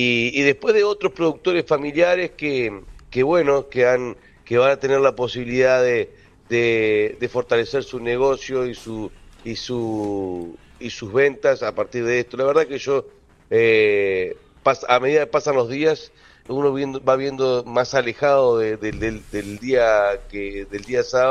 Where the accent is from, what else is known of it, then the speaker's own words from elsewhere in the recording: Colonia 18 de Julio, Salto, Uruguay; Yo me crié, sí, en la colonia 18 de julio porque mi familia es de allí.